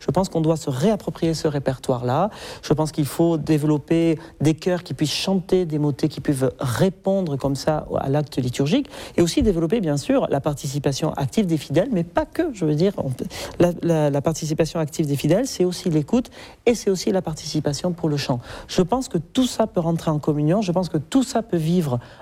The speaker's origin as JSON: {"language": "French", "region": "Nouvelle-Aquitaine", "country": "France", "tie": "born or raised there", "said": "Puisque, si vous voulez, en grandissant au Pays Basque, donc on a un répertoire de cantiques qui est très différent des cantiques français"}